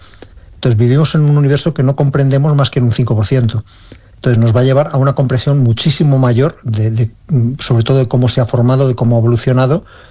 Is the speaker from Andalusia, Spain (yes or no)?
no; Ávila, Castile and León, Spain; born or raised there